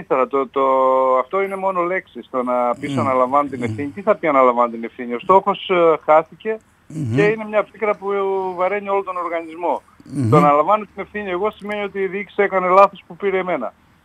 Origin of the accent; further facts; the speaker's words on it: Lagyna, Central Macedonia, Greece; το χωριό μου τα Ραγινά